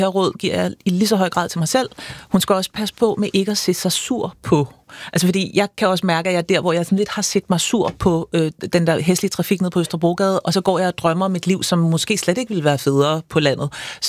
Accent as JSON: {"language": "Danish", "town": "Copenhagen", "region": "Capital Region of Denmark", "country": "Denmark", "tie": "born or raised there", "said": "Altså, så jeg bor nu inde i Indre København, hvor jeg er vokset op, så jeg er inkarneret bymenneske"}